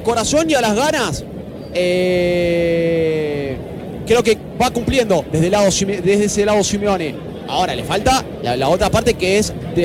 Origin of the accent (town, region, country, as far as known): Argentina